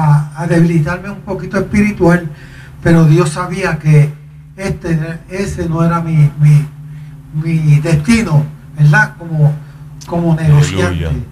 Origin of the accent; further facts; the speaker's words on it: Yauco, Puerto Rico; nos fuimos para mi pueblo Yauco